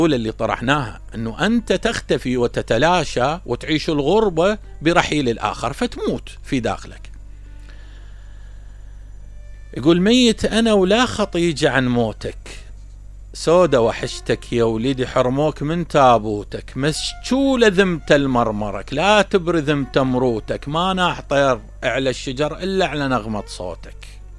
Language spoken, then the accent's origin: Arabic; Iraq; إحنا كعراقيين وفقط كشرقيين